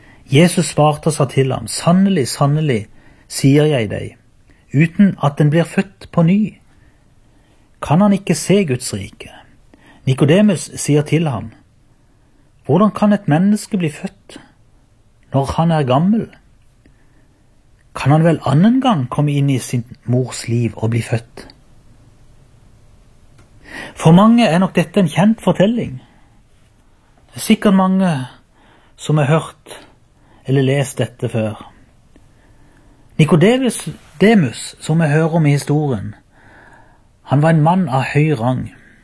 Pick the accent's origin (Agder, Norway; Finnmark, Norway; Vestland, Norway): Agder, Norway; Byremo